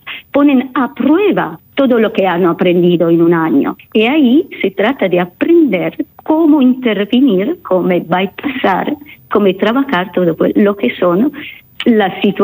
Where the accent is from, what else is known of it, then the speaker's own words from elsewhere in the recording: Italy; Spanish is a second language; Creo que no se trata solo de un amor porque somos italianos.